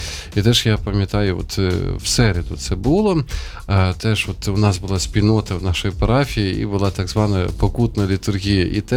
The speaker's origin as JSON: {"language": "Ukrainian", "town": "Sumy", "region": "Sumy Oblast", "country": "Ukraine", "said": "друге моє рідне місто, це є Суми, звідки походжу"}